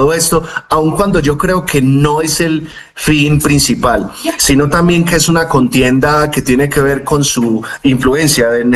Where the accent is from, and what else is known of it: Colombia